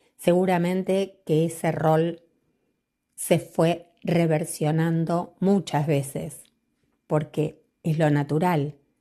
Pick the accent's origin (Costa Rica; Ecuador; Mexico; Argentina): Argentina; Quilmes, Buenos Aires Province; Soy de Quilmes, Buenos Aires, Argentina.